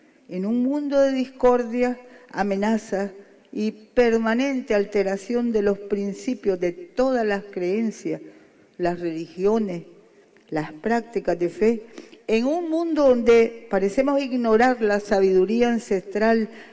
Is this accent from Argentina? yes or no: no; Nicaragua; como revolucionarios, como nicaragüenses patriotas, como sandinistas